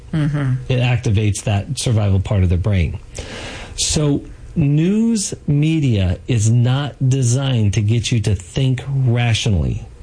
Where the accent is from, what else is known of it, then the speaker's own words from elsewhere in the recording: United States; I was fortunate enough to be born as an American and grow up in America.